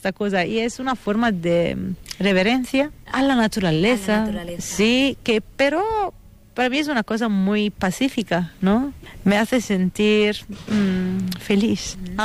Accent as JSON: {"language": "Spanish", "region": "Campania", "country": "Italy", "second_language": "Spanish", "said": "Esta canción veramente trae consigo el ritmo de mi tierra, la tamurrieta. Es una distorsión de esta memoria muy fuerte, de ese ritmo que es la tamurrieta, porque yo vivo enfrente de una montaña muy peligrosa que se llama el Vesubio."}